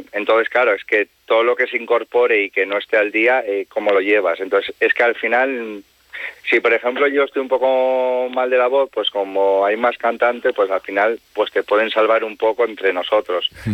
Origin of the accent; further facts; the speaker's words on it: Huércanos, La Rioja, Spain; las fiestas de mi pueblo, que encima actuamos nosotros en Huércanos